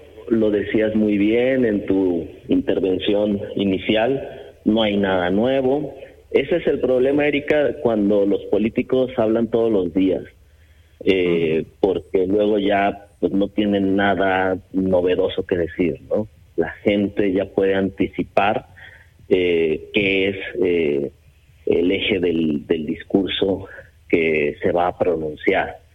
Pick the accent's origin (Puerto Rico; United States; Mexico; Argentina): Mexico